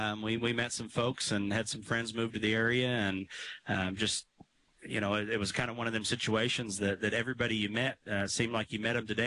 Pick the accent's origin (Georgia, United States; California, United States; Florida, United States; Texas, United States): California, United States; moved away as an adult; also born or lived in Taylorville, Illinois; now in Tennessee, United States; Originally, I grew up in, believe it or not, Southern California, and lived the first 20 years of my life there. And then I kind of got pushed out by overpopulation and, you know, taxes and politics and, all the things that we love, you know. But moved back to Illinois